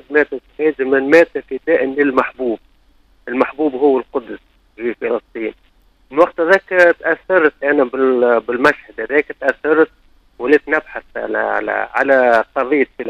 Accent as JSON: {"language": "Arabic", "country": "Tunisia", "said": "ونحن يعني زائرين من تونس"}